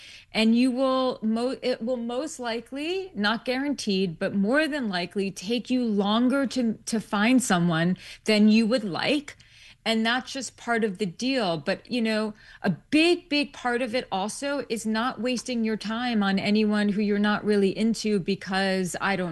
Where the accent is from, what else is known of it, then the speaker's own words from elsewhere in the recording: New York City, New York, United States; I lived my whole life in New York City. Yeah, I lived my entire life in New York City. I'm a New York City girl.